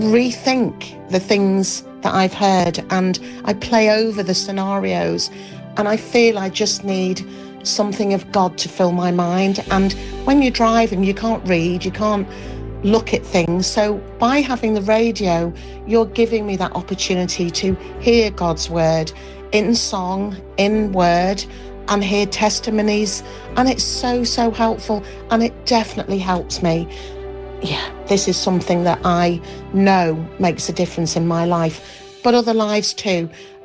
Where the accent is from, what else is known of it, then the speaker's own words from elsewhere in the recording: Leeds, Yorkshire and the Humber, United Kingdom; from Leeds.